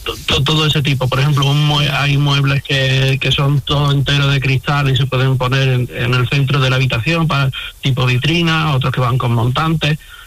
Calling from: Loja, Andalusia, Spain; Estoy en Loja, Granada.

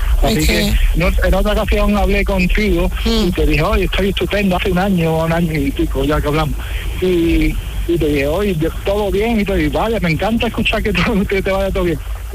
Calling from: Vélez-Málaga, Andalusia, Spain; de Vélez Málaga.

